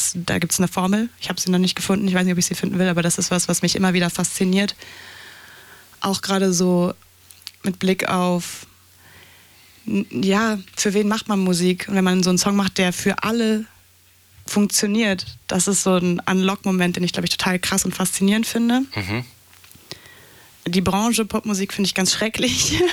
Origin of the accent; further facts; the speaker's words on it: Berlin, Germany; ich komme aus Berlin und ich komme genau aus der Ecke, wo so